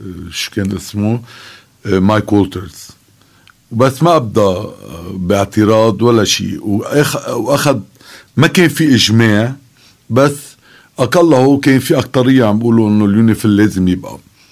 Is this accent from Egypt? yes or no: no; Lebanon; نحن كلبنانيين